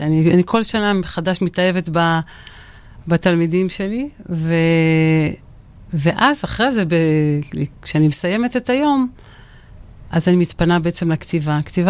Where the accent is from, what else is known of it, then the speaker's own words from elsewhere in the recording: Kiryat Shmona, Northern District, Israel; now in Ra'anana, Israel; אז אני מגיעה מרעננה. היום אני ברעננה, במקור מקריית שמונה.